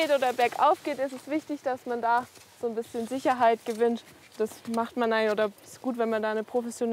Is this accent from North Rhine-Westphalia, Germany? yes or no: no; Baden-Württemberg, Germany; Ich bin hier im Schwarzwald aufgewachsen, in und mit der Natur